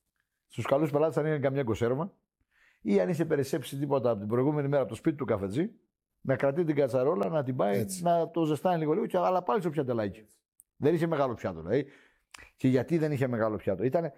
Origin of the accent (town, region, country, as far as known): Crete, Greece